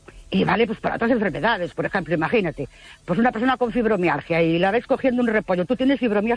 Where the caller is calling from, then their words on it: Ourense, Galicia, Spain; Buenas noches … de Orense.